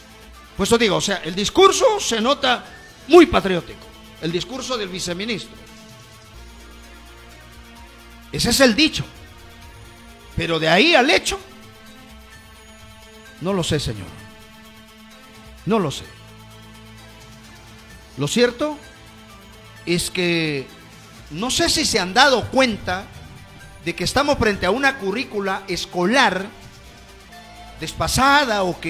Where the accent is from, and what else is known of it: Peru